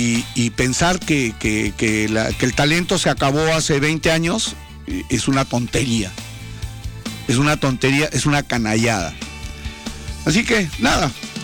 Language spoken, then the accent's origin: Spanish; Peru; siendo peruanos